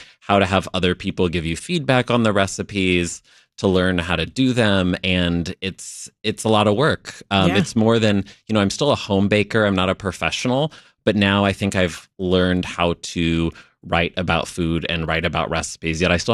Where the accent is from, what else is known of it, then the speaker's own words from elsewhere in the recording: Indiana, United States; now in Chicago, United States; I'm from Indiana originally, but mm-hmm. I've lived here for a long time.